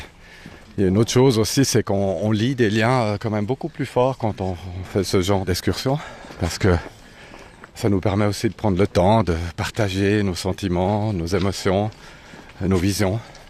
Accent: Vevey, Vaud, Switzerland; Je suis né à Vevey. Donc en tant que gamin, il m'arrivait de monter dans ces coins, aux Pléiades.

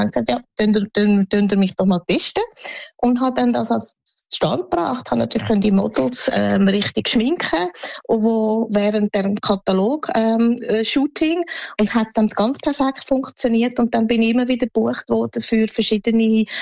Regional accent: Switzerland; Also, also Schweiz ist da, wo ich geboren bin, aufgewachsen bin, in die Schule bin, die Ausbildung gemacht habe.

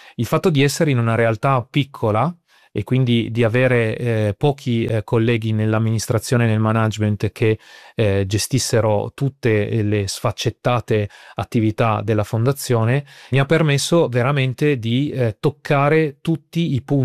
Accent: Piedmont, Italy; al conservatorio di Cuneo, sono originario della provincia di Cuneo.

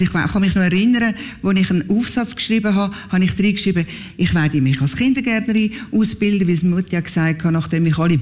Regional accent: Schwyz, Switzerland; wir sind wohlbehütet in der Schweiz am Hauptplatz aufgewachsen. Es war vis-à-vis das Rathaus, wir im Patrizierhaus, gerade vis-à-vis

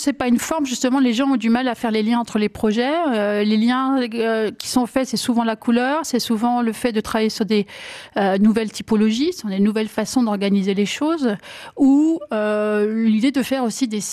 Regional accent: Grand Est, France; born there; Alors, je suis née dans la Marne, je suis née dans ce qu'on appelait la Champagne pouilleuse.

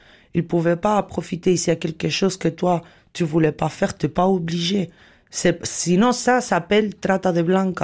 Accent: Spain; French is a second language; now in Switzerland; D'Espagne.

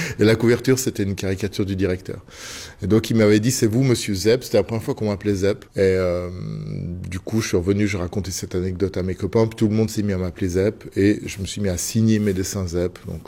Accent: Fribourg, Switzerland; En tout cas en Suisse romande, mais nous on vient de Fribourg.

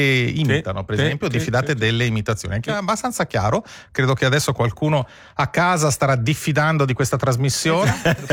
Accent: Italian-speaking Switzerland, Switzerland; da noi, nella Svizzera italiana

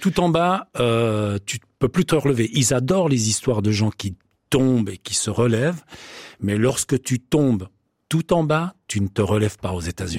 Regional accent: Renens, Vaud, Switzerland; c'est juste parce que j'ai grandi à Renaud apprenant en tant que fils d'immigré

